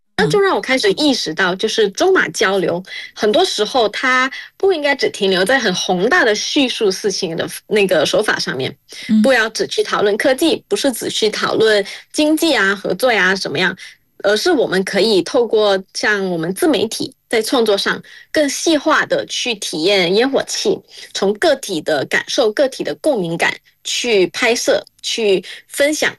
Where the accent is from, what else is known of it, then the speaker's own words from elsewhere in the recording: Malaysia; moved away as an adult; now in Beijing, China; 那相较马来西亚呢，我们其实教育氛围会更强调多元跟平衡，因为我们有三大民族嘛，那我们在这个多元的环境中长大，我们有不一样的语言， 我们也有不一样的这个文化习俗、宗教习俗。